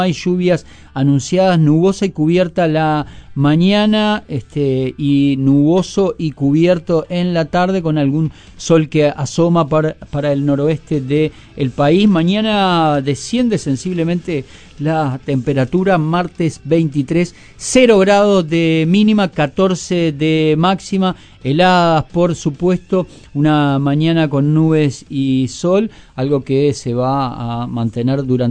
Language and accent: Spanish; Uruguay; Me asumo como uruguayo feo y gris, ¿eh?